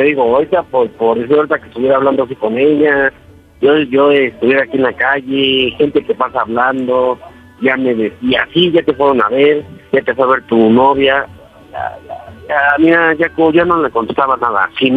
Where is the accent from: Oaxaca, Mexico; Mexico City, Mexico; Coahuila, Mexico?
Mexico City, Mexico; 33 años, de la Ciudad de México.